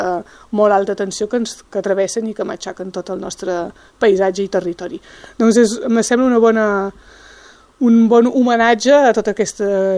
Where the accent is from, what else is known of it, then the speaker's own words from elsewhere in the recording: Baó, Occitania, France; Això és perquè sóc de Baó i que m'ha sortit del poble.